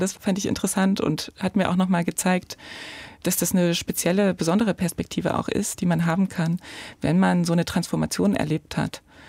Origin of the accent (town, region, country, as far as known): Saxony, Germany